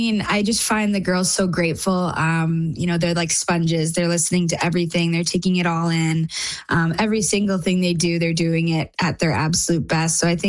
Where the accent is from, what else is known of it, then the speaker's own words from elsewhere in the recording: Burlington, Ontario, Canada; growing up in Burlington, Ontario